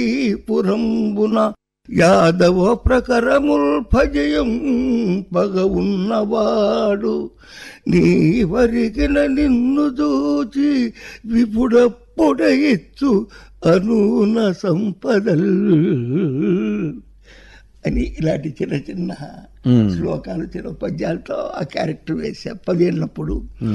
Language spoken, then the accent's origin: Telugu; Kurnool district, Andhra Pradesh, India; మాది జంగముంట్ల. అక్కడ సంగీతానికి సాహిత్యానికి నిలవైన ఊరు. అక్కడ చాలామంది పండితులు, చక్కటి హార్మోనిస్టులు, కళాపోషకులు, నాటక పిపాసులు ఆ ఊర్లో ఎక్కువ ఉన్నారు.